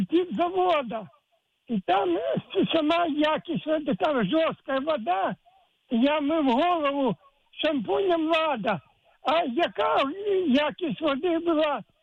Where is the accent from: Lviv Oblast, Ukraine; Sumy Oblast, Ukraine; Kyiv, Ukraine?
Kyiv, Ukraine; Вас вітає корінний киянин